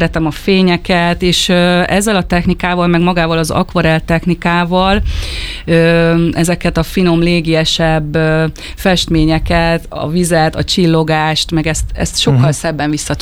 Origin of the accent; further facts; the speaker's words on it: Budapest, Hungary; born there; moved away as an adult; now in Nagykanizsa, Hungary; pesti születésű vagyok, néhány éve költöztünk vidékre